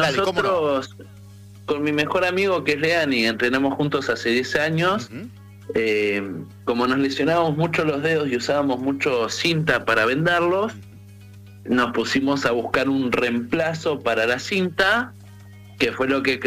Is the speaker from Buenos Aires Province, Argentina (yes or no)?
yes; Mar del Plata, Buenos Aires Province, Argentina; Tengan en cuenta que nosotros dos somos de Mar del Plata